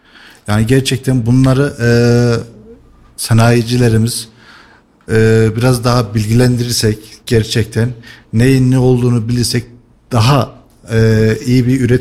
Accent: Kayseri, Turkey; Bir Kayserili olarak.

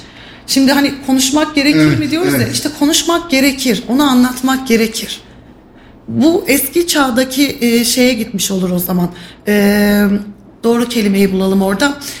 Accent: Kayseri, Turkey; Yeni evliyim. Ben de Kayseri'nin yerlisiyim. Eşim de Kayseri'nin yerlisi.

